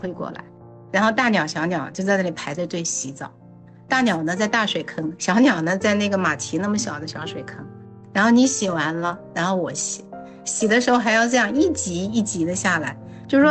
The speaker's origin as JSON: {"language": "Chinese", "town": "Yancheng", "region": "Henan", "country": "China", "tie": "born or raised there", "moved": "as an adult", "lives_now": "Guangzhou, China", "said": "我是在南方学会了观鸟，然后回到我的家乡。我的家乡是河南郾城县，就是岳飞跟金兵大战，接受皇上的12道金牌的那个地方"}